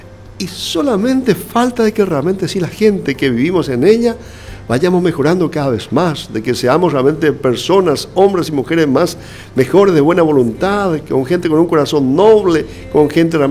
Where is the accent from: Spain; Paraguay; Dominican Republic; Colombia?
Paraguay